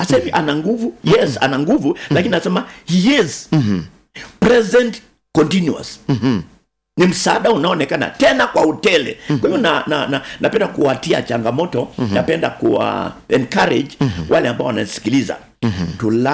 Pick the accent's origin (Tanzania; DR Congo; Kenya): Kenya; Kamwambia mimi ni Kenya.